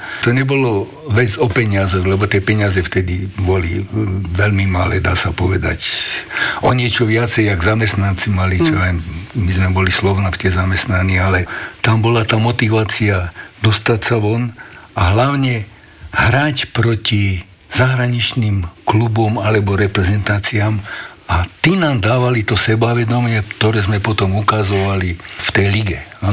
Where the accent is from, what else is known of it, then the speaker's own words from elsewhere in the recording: Topoľčany, Nitra Region, Slovakia; ja osobne pochádzam z Topolčian